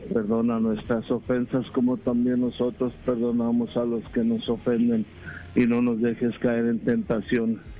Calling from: Salinas, California, United States; De acá del área de Salinas, California

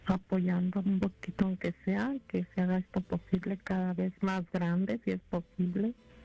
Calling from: Chicago, Illinois, United States; de Chicago.

